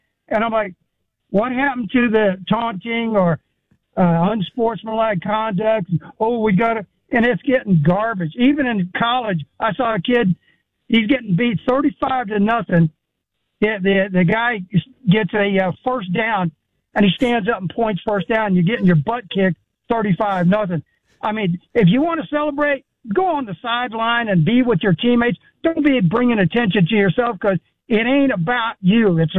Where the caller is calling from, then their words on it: Florida, United States; I'll tell you what, I'm calling from Florida, and the storm will, you know, kind of miss us a little bit.